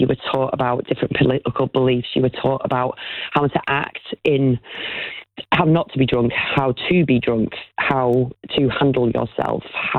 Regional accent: North West England, United Kingdom; accent: Cumbrian; also born or lived in London; now in Harrogate, United Kingdom; I know I sound from my accent like I've lived in Cumbria all the time. I live in Harrogate now.

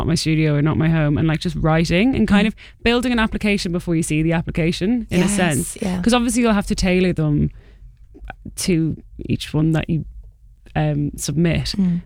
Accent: Dublin, Leinster, Ireland; also born or lived in Belfast; now in London, United Kingdom; I'm from Dublin. Mum's from Belfast.

